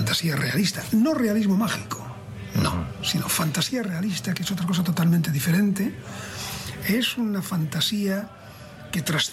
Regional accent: Cantabria, Spain; born there

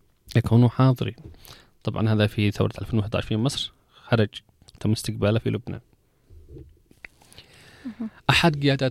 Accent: Yemen; أنا كإنسان يمني و كنت حاضر في كل المتغيرات التي حصلت من 2014 إلى الآن،

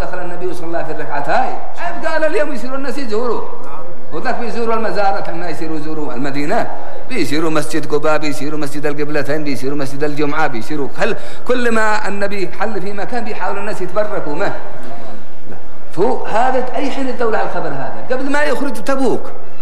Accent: Yemen; عندنا في اليمن

